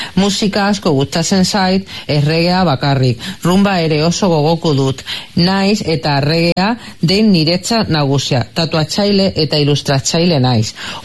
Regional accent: Badajoz, Extremadura, Spain; Basque is a second language; now in Basque Country, Spain; Badajozekoa naiz, aunque dagoeneko 8 urte inguru daroa da hemen Euskal Herrian. Hau da nire etxea

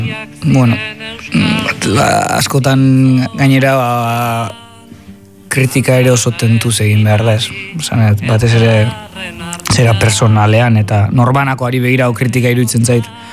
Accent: Basque Country, Spain; Baina, ni euskalduna naiz, eta irutzen zait, hemen bueno, guztiz plano diferentetan daudela, egoera diglosikoan gaudela, eta euskararen alde egitea dagokigula.

